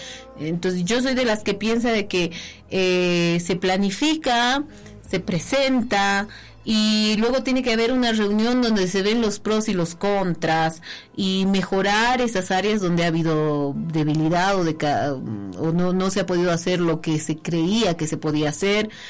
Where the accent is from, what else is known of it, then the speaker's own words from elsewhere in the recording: Potosí, Bolivia; nosotros, como buenos potosinos